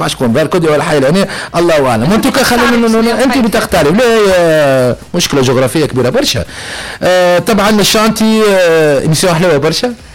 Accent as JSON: {"language": "Arabic", "region": "Bizerte Governorate", "country": "Tunisia", "said": "انا منزل بنزرت انا بنزرت"}